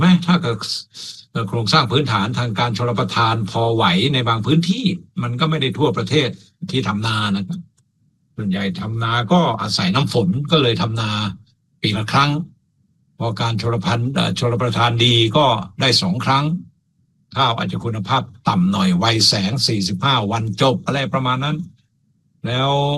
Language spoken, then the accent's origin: Thai; Suphan Buri, Thailand; จังหวัดที่ผมเกิดและเติบโตสุพรรณบุรีก็ทำนากันเยอะนะครับ